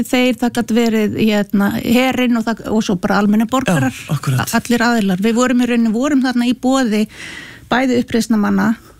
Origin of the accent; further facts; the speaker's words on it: Akureyri, Northeastern Region, Iceland; Og við erum alveg upp á Akureyri